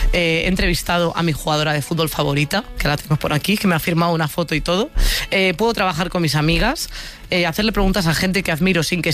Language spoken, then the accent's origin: Spanish; A Coruña, Galicia, Spain; now in Madrid, Spain; Porque es que yo soy de lejos, yo soy de Coruña y vivo lejos de mi familia como gran parte de la gente que vivimos en Madrid